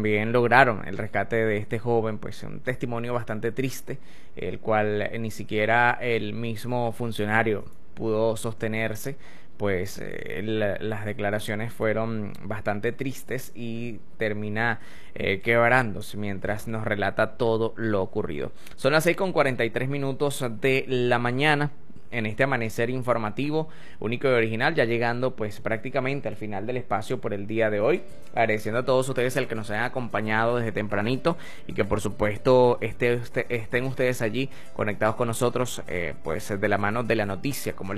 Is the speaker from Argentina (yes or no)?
no; Venezuela; Hoy más que nunca sabemos y somos venezolanos